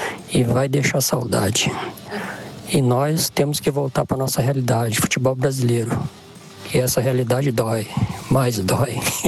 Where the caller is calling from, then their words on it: Mogi das Cruzes, São Paulo, Brazil; Boa tarde a todos … de Mogi das Cruzes.